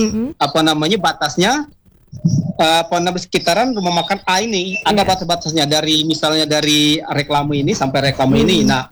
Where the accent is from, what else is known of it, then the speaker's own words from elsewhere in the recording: Bengkulu, Indonesia; kita sebagai warga Kota Bungkulu